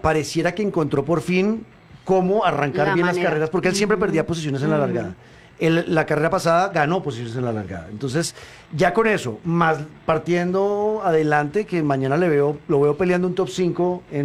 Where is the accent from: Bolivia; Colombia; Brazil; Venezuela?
Colombia; yo soy el típico colombiano